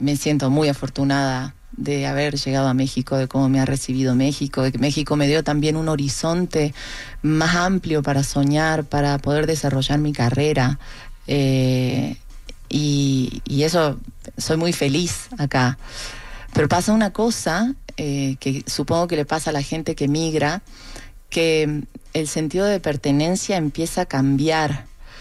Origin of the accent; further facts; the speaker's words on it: Córdoba, Argentina; moved away; yo sé que soy de Córdoba y entiendo que todo lo que soy tiene que ver con el lugar donde crecí